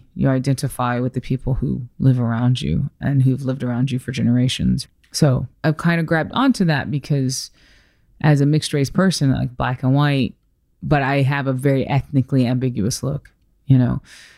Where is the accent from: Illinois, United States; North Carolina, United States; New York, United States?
North Carolina, United States; So I'm from the Piedmont of North Carolina. It's like this area. It's just my part of it is in North Carolina.